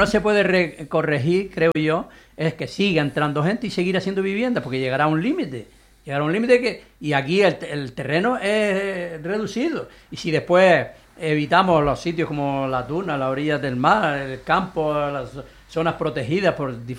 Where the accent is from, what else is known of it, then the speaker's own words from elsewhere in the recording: Canary Islands, Spain; Donde yo nací y en la Lechuza, y en aquel colegio trabajé yo pequeñito, con 14 años